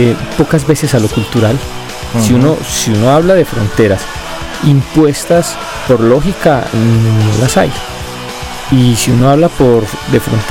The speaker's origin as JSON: {"language": "Spanish", "town": "Medellín", "region": "Antioquia", "country": "Colombia", "said": "O sea, todos somos paisas."}